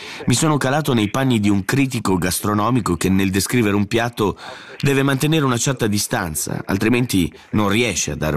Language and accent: Italian; Switzerland; no, no, sono svizzero, e a fare lo spelling del mio nome.